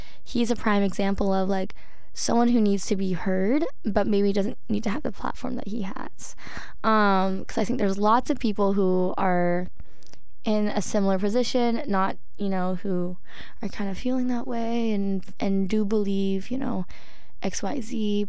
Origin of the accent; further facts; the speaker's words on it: Georgia, United States; Southern girls. I'm from Georgia.